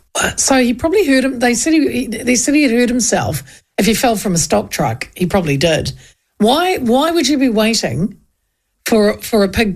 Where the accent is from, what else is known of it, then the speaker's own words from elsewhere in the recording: Hastings, Hawke's Bay, New Zealand; I used to have a pig farm down the road, actually, where I grew up in Hastings.